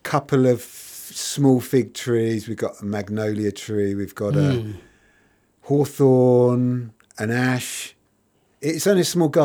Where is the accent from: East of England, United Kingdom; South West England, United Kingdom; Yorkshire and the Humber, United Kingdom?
East of England, United Kingdom; Luton; moved away as an adult; also born or lived in Turkey; I grew up in Luton. I lived in Lee Grave, went to the schools there. And we've lived away a long time. And 2 years ago, we came back to Luton.